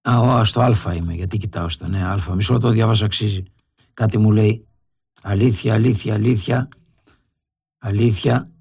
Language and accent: Greek; Livadeia, Central Greece, Greece; από Λιβαδιά, κύριε Ηλία.